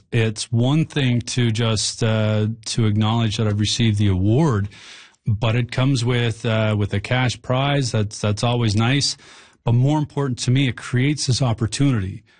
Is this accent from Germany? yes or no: no; Newfoundland and Labrador, Canada; I grew up on the Smallwood Reservoir fishing in that area and seeing just how much land was flooded